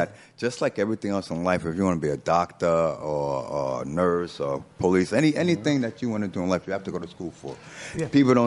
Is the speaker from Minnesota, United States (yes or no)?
no; New York, United States; And I grew up in the five boroughs. Like I said, I grew up in Queensbridge, you know? And Queensbridge is one of the largest housing projects in the world.